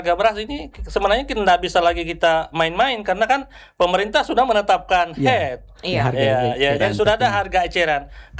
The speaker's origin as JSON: {"language": "Indonesian", "region": "Eastern Indonesia", "country": "Indonesia", "said": "kita kan orang Timur ini"}